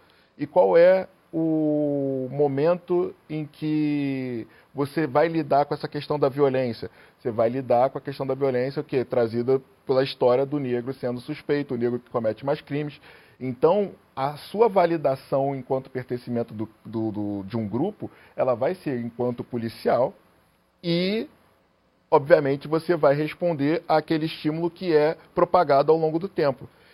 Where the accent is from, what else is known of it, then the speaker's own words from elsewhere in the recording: Rio de Janeiro, Brazil; Eu sou carioca, então carioca fala palavrão.